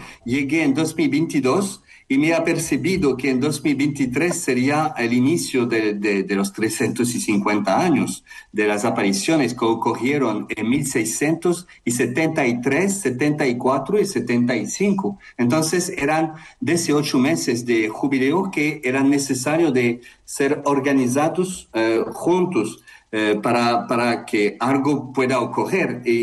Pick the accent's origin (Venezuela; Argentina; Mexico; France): France; accent: French; Spanish is a second language; Espero que mi acento de francés no será difícil de más para entenderme.